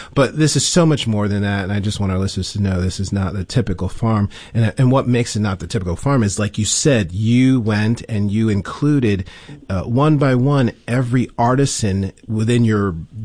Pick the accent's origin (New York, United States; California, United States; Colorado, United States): New York, United States; New York City; now in Florida, United States; So, and I'm from Queens